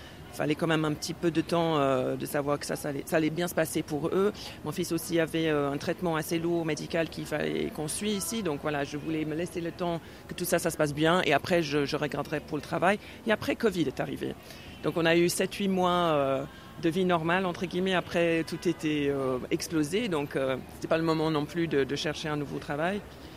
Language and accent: French; England, United Kingdom; first language English; French is a second language; moved away as an adult; also born or lived in France / Switzerland; now in Atlanta, United States; je suis née en Angleterre, une famille purement anglophone, personne de ma famille qui habite en dehors de l'Angleterre.